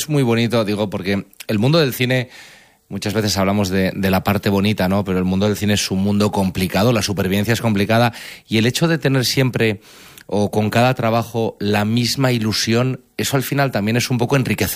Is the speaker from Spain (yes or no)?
yes; San Sebastián, Basque Country, Spain; el que te entrevista siendo de Donosti